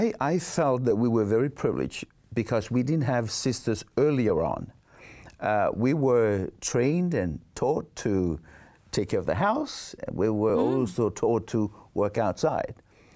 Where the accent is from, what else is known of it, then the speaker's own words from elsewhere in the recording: Samoa; born there; When I was born, I think at that time, my country, this island state, was known as Western Samoa.